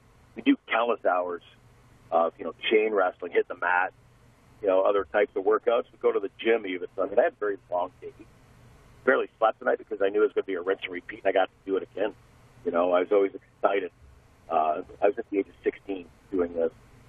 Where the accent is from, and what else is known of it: Windsor, Ontario, Canada